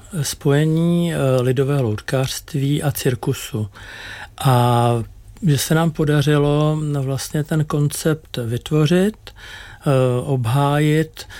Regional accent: Prague, Czechia; Já jsem kluk z Letné. Na Letné byly dva fenomény, cirkusy a Sparta.

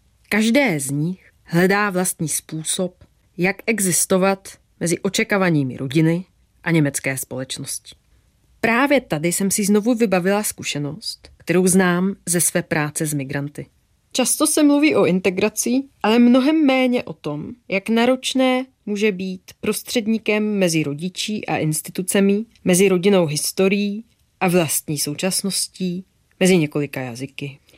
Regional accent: Poland; now in Prague, Czechia; Jsem Polka, žijí v Praze a když slyším na středoevropské ulici arménštinu, cítím se nejvíce doma.

